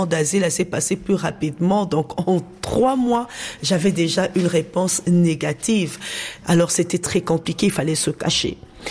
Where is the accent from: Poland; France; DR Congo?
DR Congo; Kinshasa; moved away as an adult; now in Belgium; Je suis de la République démocratique du Congo, donc je viens de Kinshasa